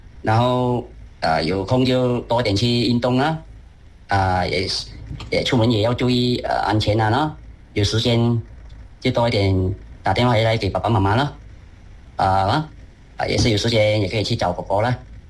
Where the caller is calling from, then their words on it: Kelantan, Malaysia; 我是来自吉兰丹州国乐基来的